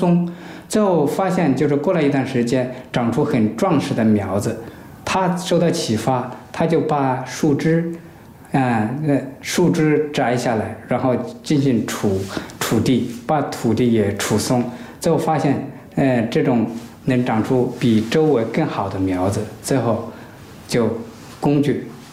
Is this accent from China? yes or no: yes; southern China, China; 因为我们是南方人